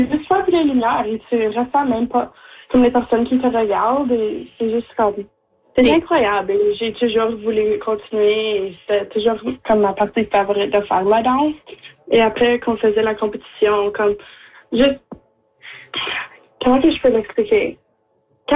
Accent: Timmins, Ontario, Canada; also born or lived in Chapleau; je suis 17 ans, je viens de Timmins. Je vivais comme avant à Chapleau, mais j'ai déménagé à 5 ans

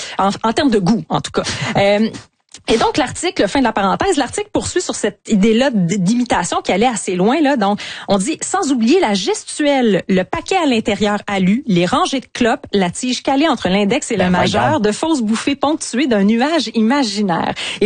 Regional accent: Canada; chez nous au Canada

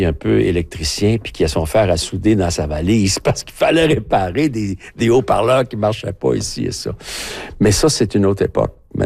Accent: Quebec, Canada; on est assez friand de ça au Québec

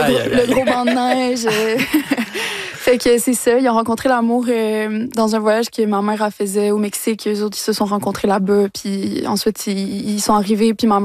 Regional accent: Quebec, Canada; D'une autre part, je pense qu'en tant que Québécois, Québécoise, c'est pour moi, c'est important

